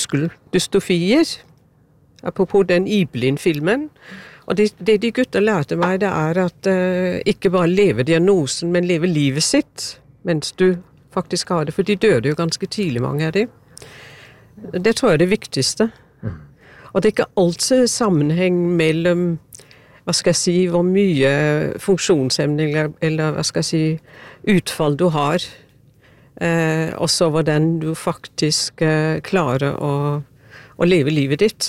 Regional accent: Denmark; Norwegian is a second language; Jeg er opprinnelig fra Danmark. Og prøver å snakke norsk, men jeg vet jeg høres ut som en tysker.

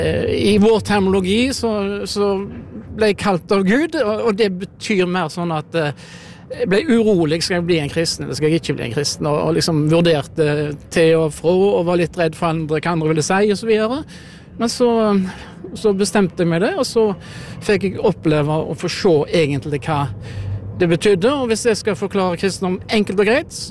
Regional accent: Kvinnherad, Vestland, Norway; born or raised there; now in Klepp, Norway

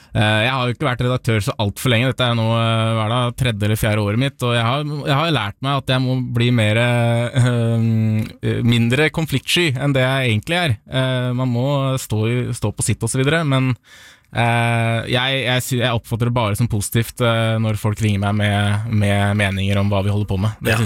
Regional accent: Svelvik, Vestfold, Norway; de jeg er jo selv fra Svelvik. Alle i Svelvik har vært i Svelviksposten en eller annen gang

